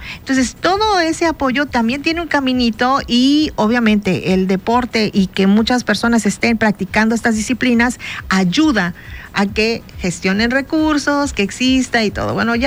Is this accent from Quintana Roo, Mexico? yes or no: yes; Bacalar, Quintana Roo, Mexico; Así es, soy de Bacalar, sí, soy de Carrillo, vengo de Quintana Roo, represento, sí, ah, sí.